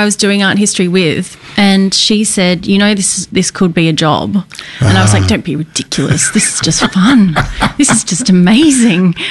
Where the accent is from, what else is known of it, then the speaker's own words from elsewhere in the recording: Sydney, New South Wales, Australia; now in Melbourne, Australia; From Sydney. I don't like to admit it very readily.